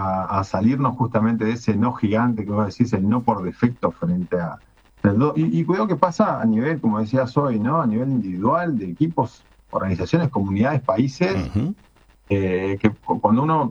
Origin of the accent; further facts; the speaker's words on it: San José, Uruguay; Soy uruguayo y amo mi país. Sí.